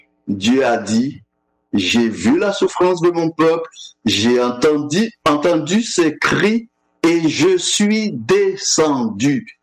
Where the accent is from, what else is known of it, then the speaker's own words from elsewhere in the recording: Haiti; Le peuple haïtien aujourd'hui, moi je suis haïtien, le peuple haïtien aujourd'hui qui vit cette situation